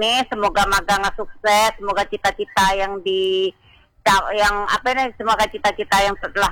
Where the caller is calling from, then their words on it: Perlang, Bangka Belitung Islands, Indonesia; Ibu ini dari Perlang sayangku, Bangka Tengah.